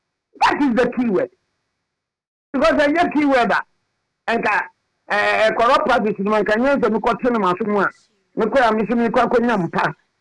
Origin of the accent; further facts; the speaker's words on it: Jamaica; back home in Jamaica, especially. Now I say uko Jamaica so I'm from the Marons.